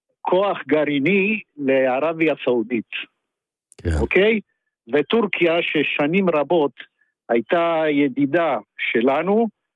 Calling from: Rosh HaAyin, Central District, Israel; איך אומרים אצלנו בראש העין

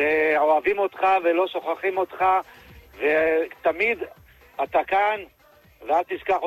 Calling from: Hadera, Haifa District, Israel; מחדרה. יש לי 5 ילדים.

